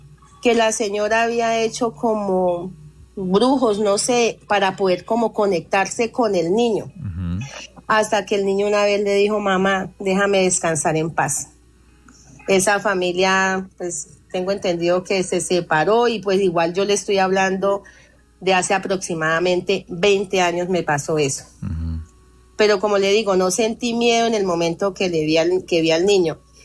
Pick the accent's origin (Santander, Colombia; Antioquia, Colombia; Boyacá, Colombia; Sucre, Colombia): Santander, Colombia; Bucaramanga; also born or lived in Meta; now in Piedecuesta, Colombia; Bueno, yo soy del departamento del Meta. Y cuando tenía como 16 años, mi papá, a nosotros nos trajeron para Bucaramanga, bueno.